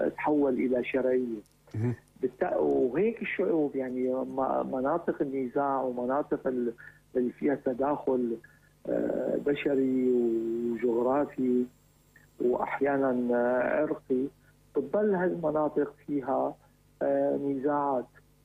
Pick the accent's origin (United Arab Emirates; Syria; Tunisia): Syria